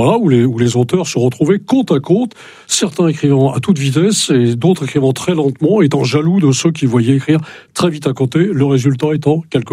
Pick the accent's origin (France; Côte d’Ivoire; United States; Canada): France; Brittany; quand on est breton, quand on aime la Bretagne, c'est une poésie permanente comme ça qu'on a au cœur, qu'on a dans le sang